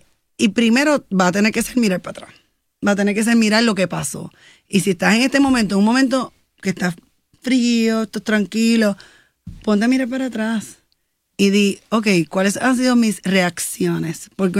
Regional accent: Puerto Rico; Y somos boricuas y los absolutos nos encantan, porque siempre pasa esto, porque nunca pasa esto.

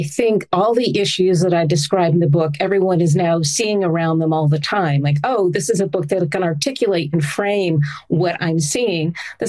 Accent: Pasadena, California, United States; moved away; I grew up in Southern California, in Pasadena, which is around the whole Caltech JPL STEM culture. And so when I moved to the Bay Area, and I was running in the Silicon Valley, this was in the 80s

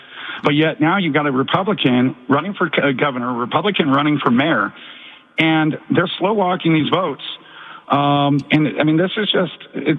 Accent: California, United States; I just wanted to explain that I'm originally from the Brentwood Palisades area, and spent a lot of time in my childhood and adolescence going to all the places in Palisades.

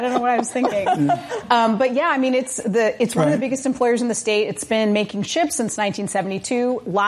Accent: Boise, Idaho, United States; moved away; I grew up in Boise

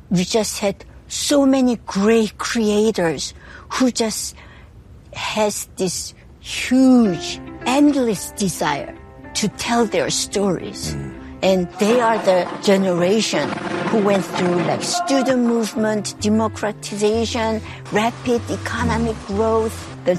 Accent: South Korea; oh, I'm from Korea.

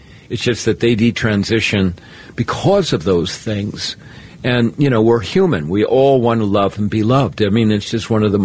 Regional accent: Iowa, United States; now in Minnesota, United States; the reason I live in Minnesota, because I grew up in Iowa, and for a long time my heart was in Iowa

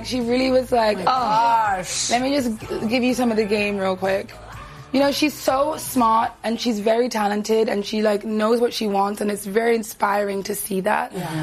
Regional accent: Jamaica; I'm Jamaican

